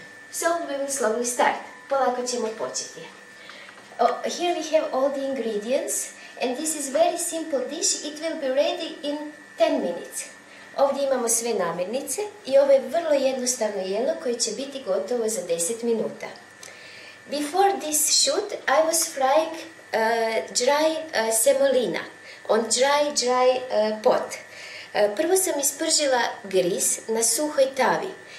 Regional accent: Zagreb, City of Zagreb, Croatia; I come from Croatia, Zagreb is the town, and we are here in WEP International Yoga and Daily Life Seminar

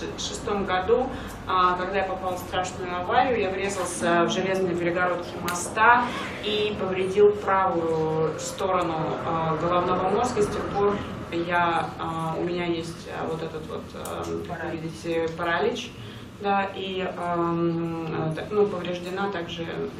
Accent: Salzburg, Austria; я из Сальцбурга, из Австрии.

